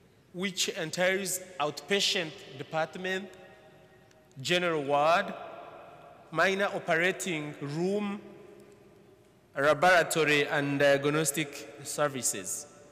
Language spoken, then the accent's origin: English; Western Region, Uganda; I'm from the Diocese of Kabale in Uganda.